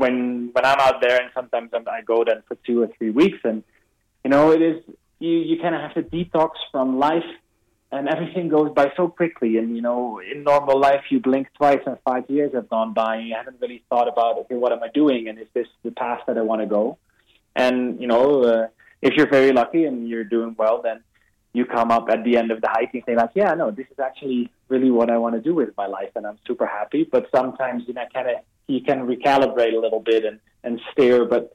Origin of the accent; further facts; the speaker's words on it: Netherlands; Yes. I'm from the Netherlands.